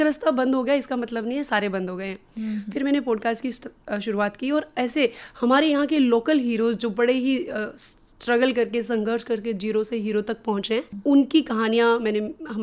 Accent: Rajasthan, India; first language Rajasthani; Hindi is a second language; हमारी मातृभाषा है और इसको बोलते हुए हमें बड़ा ही प्राउड फील होता है

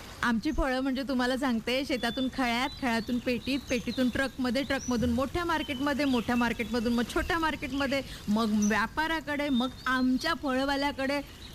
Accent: Maharashtra, India; अगं मी मराठीच आहे।

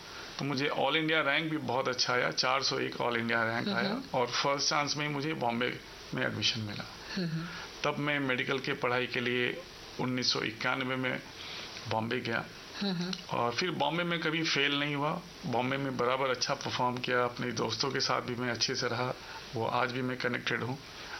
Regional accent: Ranchi, Jharkhand, India; moved away as an adult; also born or lived in Mumbai; मेरा जन्म रांची में हुआ है। मेरा जन्म नागरमल मोदी सेवा सदन में हुआ है 20 नवंबर 1969 में। और उसके बाद से मैं रांची में ही पढ़ा लिखा हूँ, बड़ा हुआ हूँ

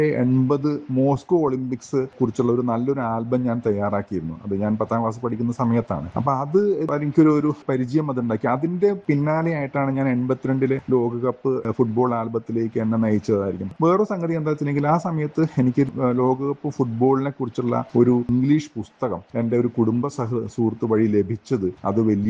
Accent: Kozhikode, Kerala, India; ഞാൻ കോഴിക്കോട്ടുകാരനാണ്.

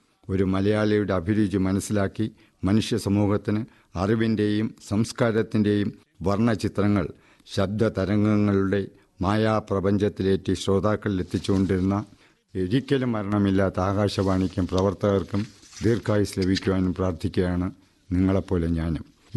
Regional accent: Chirayinkeezhu, Kerala, India

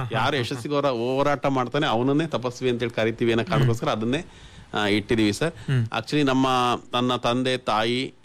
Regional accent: Davanagere district, Karnataka, India

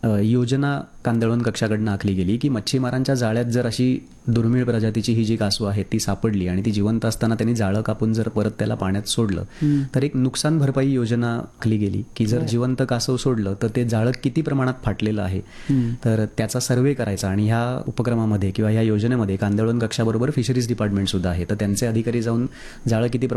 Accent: Ratnagiri district, Maharashtra, India; माझं गाव हे रत्नागिरी जिल्ह्यातलं आहे

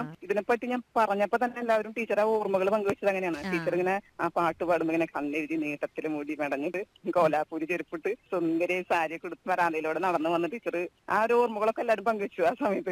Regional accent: Anthikad, Kerala, India; എന്റെ നാട് അന്തിക്കാടാണ്.

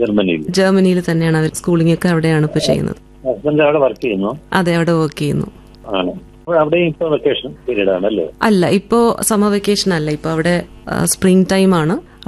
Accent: Thiruvananthapuram, Kerala, India; moved away as an adult; now in Germany; എന്റെ സ്ഥലം ട്രിവാൻഡ്രത്താണ്. ഫാമിലിയൊക്കെ പുറത്താണ്, ജർമ്മനിയിലാണ്. ഞാനിപ്പോ വെക്കേഷന് വേണ്ടിയിട്ട് നാട്ടില് വന്നിരിക്കുകയാണ്.

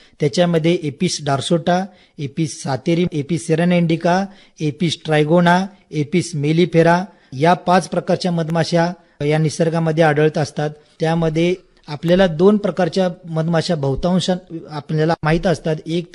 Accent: Kaneri, Maharashtra, India; तर मी या कणेरी गावचा आहे.

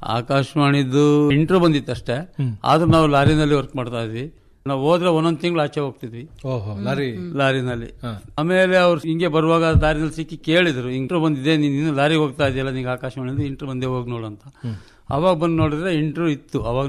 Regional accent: Hassan, Karnataka, India; ಊರು ನಮ್ದು Haasan city, first block Rajaghatta.

